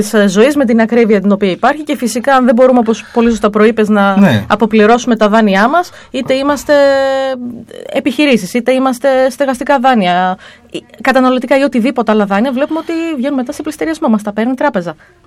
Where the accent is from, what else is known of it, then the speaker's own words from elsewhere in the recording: Greece; Μιλάω σαν Έλληνας πολίτης, σαν νέο άτομο αυτής της χώρας.